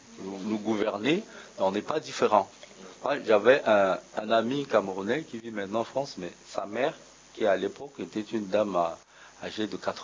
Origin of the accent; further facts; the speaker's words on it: Central African Republic; je suis centrafricain, je vis en Centrafrique.